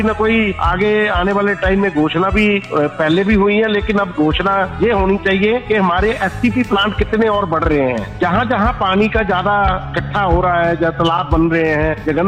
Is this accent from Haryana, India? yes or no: no; Bhiwadi, Rajasthan, India; भिवाड़ी से हूं